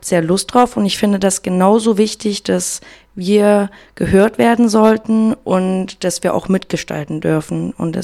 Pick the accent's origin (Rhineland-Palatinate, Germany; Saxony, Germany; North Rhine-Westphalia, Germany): Saxony, Germany; Wurzen; also born or lived in Leipzig; Ich bin in Wurzen aufgewachsen, war zwischenzeit kurz in Leipzig und jetzt wohne ich wieder in Wurzen.